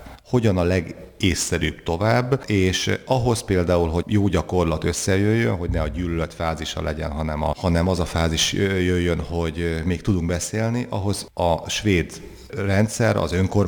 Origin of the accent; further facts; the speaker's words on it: Békés, Hungary; falun nőttem föl, Délbékésben, az Alföld pereme